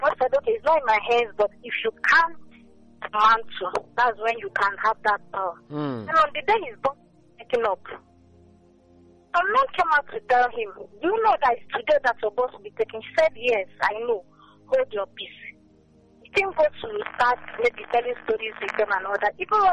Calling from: Aba, Abia, Nigeria; I'm calling from Abba.

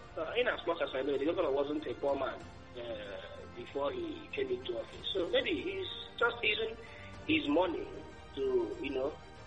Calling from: Accra, Greater Accra, Ghana; I'm calling from Accra.

